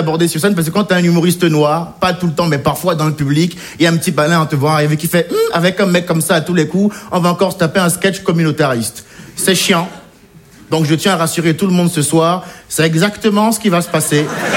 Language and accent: French; France; Je suis français, assimilé, je le précise parce que même quand t'es assimilé comme moi